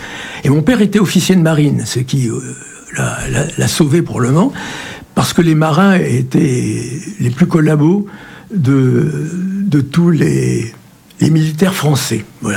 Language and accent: French; Périgueux, Nouvelle-Aquitaine, France; born there; Alors moi je suis né à Périgueux